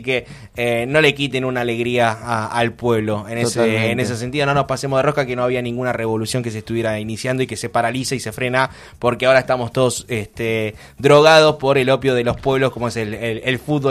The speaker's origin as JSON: {"language": "Spanish", "country": "Argentina"}